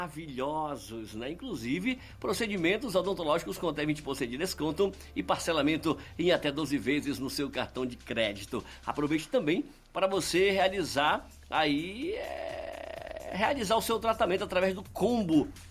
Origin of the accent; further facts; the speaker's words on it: Brazil; Eu sou brasileiro